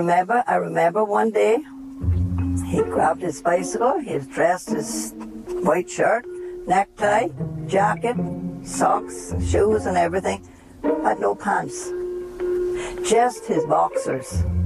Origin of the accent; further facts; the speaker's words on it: Cayman Islands; I was born in the Cayman Islands 88 years ago, November gone.